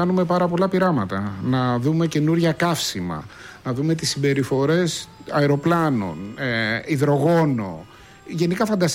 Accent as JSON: {"language": "Greek", "town": "Athens", "region": "Attica", "country": "Greece", "said": "Εγώ είμαι Αθηναίος, αλλά η καταγωγή νησιώτης, Κεφαλονιά, το λέει και το όνομα, και η Κρήτη."}